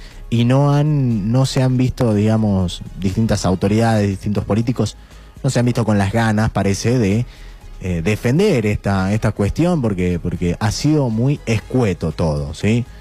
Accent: Chilecito, La Rioja, Argentina; nos atraviesan a los riojanos y a los chileciteños

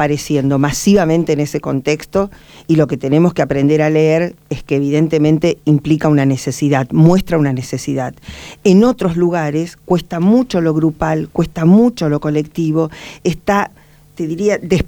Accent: Argentina; Soy argentino de la cuna hasta el cajón, por Malvinas, por el Diego

